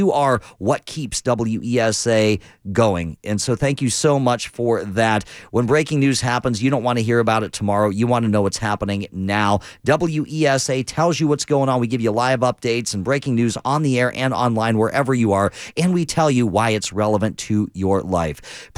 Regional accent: Youngstown, Ohio, United States; moved away; in my hometown of Youngstown, Ohio

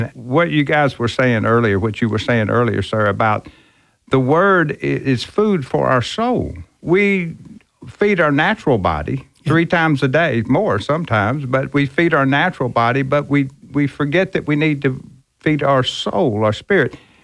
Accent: Harrisburg, Arkansas, United States; also born or lived in Memphis; But no, I grew up in a small town in Arkansas, northeast Arkansas, called Harrisburg. Out in the country, country boy, grew up, was raised in church all my life

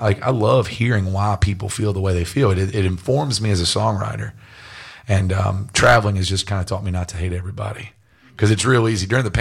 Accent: North Carolina, United States; moved away as an adult; I'm a redneck from North Carolina, like, I never left this state until I was 18 years old.

